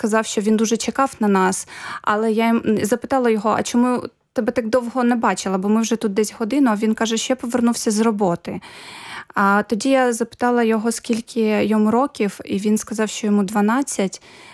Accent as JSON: {"language": "Ukrainian", "town": "Mykolaiv", "region": "Mykolaiv Oblast", "country": "Ukraine", "said": "І Миколаївська область, я взагалі сама з Миколаєва"}